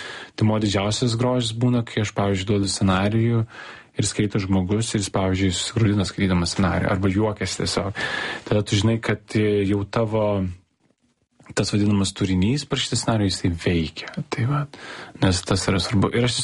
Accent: Vilnius, Vilnius County, Lithuania; kai aš buvau mažas, aš kažkaip augau Pašilaičius, 20-ais buvo visai kitokie tie Pašilaičiai

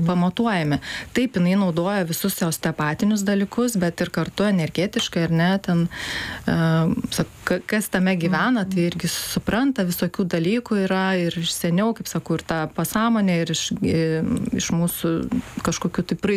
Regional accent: Panevėžys, Panevėžys County, Lithuania; Taip, aš iš Panevėžio.

